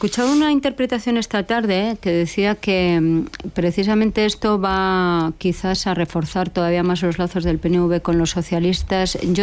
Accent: Basque Country, Spain; Yo soy vasca.

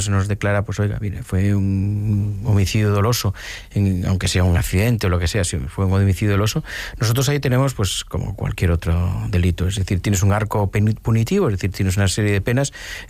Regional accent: Galicia, Spain; Yo soy gallego, aquí cualquier anciano de mi, bueno, cualquier anciana de mi pueblo te dice enseguida lo que tienes según lo que haces.

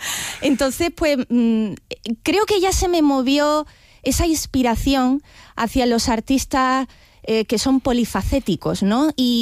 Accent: Málaga, Andalusia, Spain; Efectivamente, yo soy malagueña.

